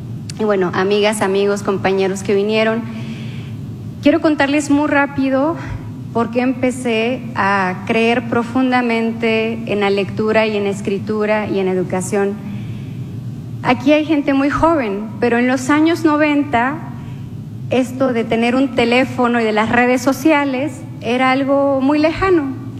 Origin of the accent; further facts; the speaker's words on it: San Quintín Valley, Baja California, Mexico; also born or lived in Mixteca, Oaxaca; Yo nací en la Mixteca de Oaxaca, pero me tocó crecer en el Valle de San Quintín, que hoy día sigue siendo un valle mayoritariamente agrícola, donde hay muchas familias jornaleras de Oaxaca, de Guerrero, de Puebla, de Michoacán.